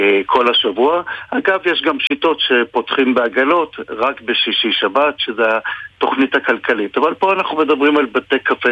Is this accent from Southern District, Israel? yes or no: no; Jerusalem, Jerusalem District, Israel; אנחנו ירושלמים